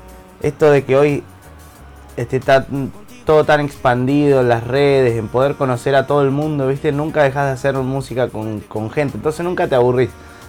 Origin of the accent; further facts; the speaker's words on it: Necochea, Buenos Aires Province, Argentina; born there; Yo nací en Necochea. Necochea es una playa al sur de Buenos Aires, que es la más linda de Argentina.